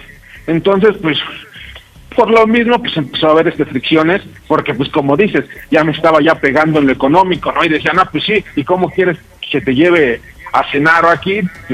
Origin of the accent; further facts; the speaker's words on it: Azcapotzalco, Mexico City, Mexico; Tengo 32 añitos uh-huh. Y soy de acá de Azcapotzalco.